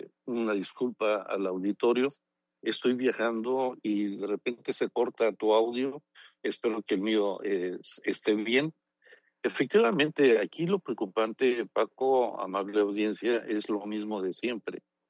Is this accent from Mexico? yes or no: yes; Mexico; todos somos ciudadanos, todos somos mexicanos, ¿no?